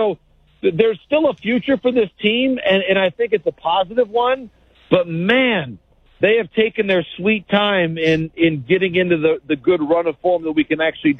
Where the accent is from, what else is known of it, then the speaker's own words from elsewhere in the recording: Detroit, Michigan, United States; the first one I covered was in my hometown in Detroit in 2005.